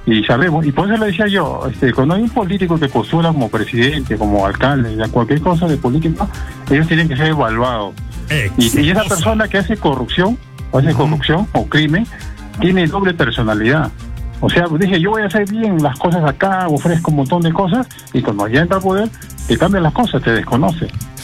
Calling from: Lima, Peru; de Surquillo

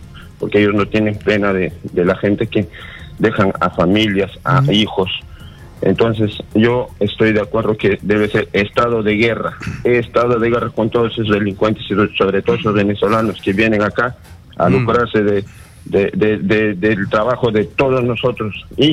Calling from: Lima, Peru; De Huaycán.

